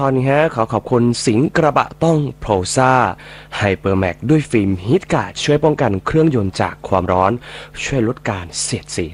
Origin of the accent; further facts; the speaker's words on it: Chaiyaphum, Thailand; ผมคนเชียงภูมิเนี่ยทักทายพี่น้องคนบุรีรัมย์เลยสำเนียงผมอาจจะไม่ได้นะ